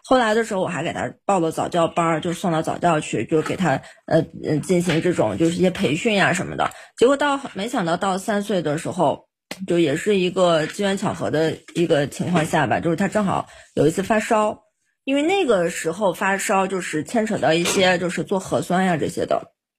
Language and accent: Chinese; Xinjiang, China; 我是新疆人